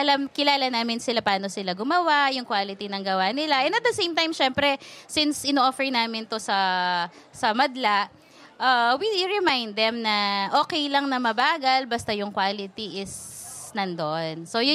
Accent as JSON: {"language": "Tagalog", "town": "Santo Tomas", "region": "Pampanga", "country": "Philippines", "said": "we're from Pampanga, di ba?"}